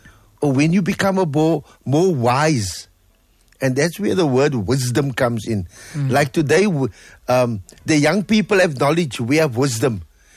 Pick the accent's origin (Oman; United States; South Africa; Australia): South Africa; Claremont, Western Cape; We grew up in Claremont. I'm also from Draper Street.